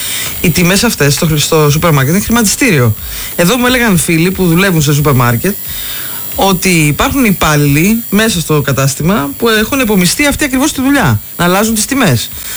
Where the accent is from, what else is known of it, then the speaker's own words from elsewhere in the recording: Amoriani, West Greece, Greece; Το χωριό μου είναι η Αμοριανή. Όπως λέει και ο παππούς μου, λέει, εμείς είμαστε πέρα από τα βλάκη και φυσικά εννοείται είμαστε πέρα από τη γέφυρα, Ρίο Αντίριο.